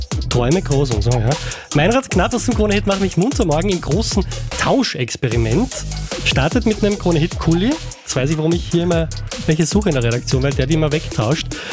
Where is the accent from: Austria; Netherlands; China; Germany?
Austria; Lower Austria; Geistes Angebot, ich meine aus meiner Heimat, aus dem Waldviertel, kommt da von Markus.